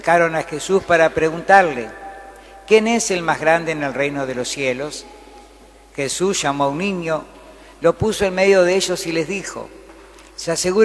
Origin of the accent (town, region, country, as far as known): Argentina